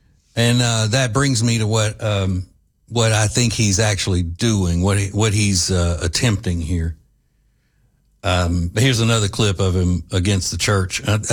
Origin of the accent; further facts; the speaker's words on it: Louisiana, United States; the town I grew up in Louisiana was not diverse at all. It was 50% black, 50% white.